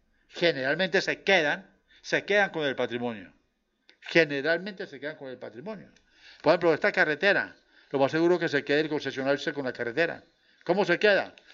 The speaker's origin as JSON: {"language": "Spanish", "country": "Colombia", "said": "somos todos los colombianos"}